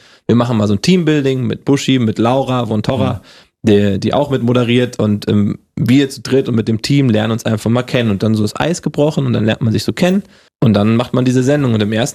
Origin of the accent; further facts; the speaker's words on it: Hesse, Germany; accent: Hessian; Das Hessisch abtrainieren, komme ich aus Hessen, da hatte ich so diesen Dialekt leicht drauf, der wurde mir abtrainiert.